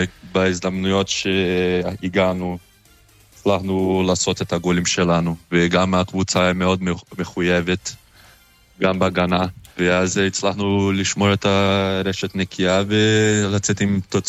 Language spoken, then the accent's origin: Hebrew; Brazil; now in Israel; איזה ארגנטינה, אני ברזילאי.